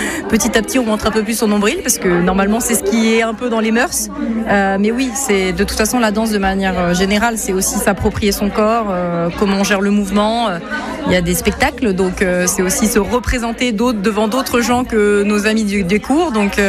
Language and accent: French; French Guiana; now in Toulouse, France; Même si je suis pas du tout de culture polynésienne ni tahitienne, je suis de Guyane.